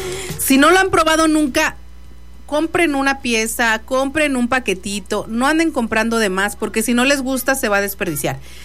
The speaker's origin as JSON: {"language": "Spanish", "country": "Mexico", "said": "aquí como buen mexicano"}